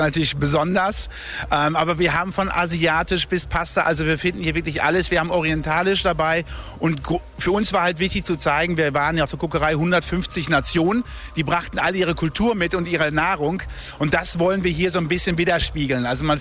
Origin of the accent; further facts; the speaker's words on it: Dortmund, North Rhine-Westphalia, Germany; ich bin ja Dortmunder seit 49 Jahren